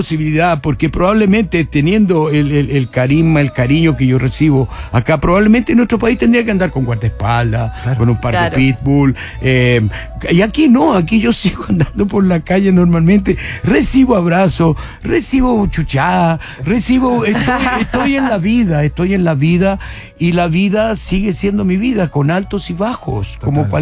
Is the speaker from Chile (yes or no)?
yes; Chile; moved away as an adult; now in Santiago, Chile; Y yo en Chile tenía un lugar y sigo teniendo un lugar que amo, precioso, escondido, cuidadito, que hay que cuidar mucho, que es nuestro país.